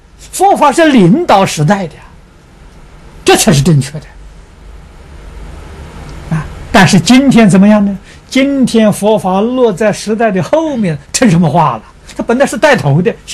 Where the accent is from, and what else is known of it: China